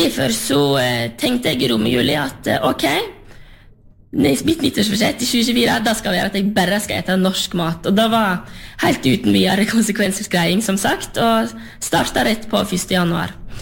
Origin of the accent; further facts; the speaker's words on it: Vestland, Norway; som jeg kommer jo selv ifra Lerigard på Sørheim, og jeg ser hva store ringvirkninger landbruket har i et lokalsamfunn, eller mange av de lokalsamfunnene som jeg har i Lustra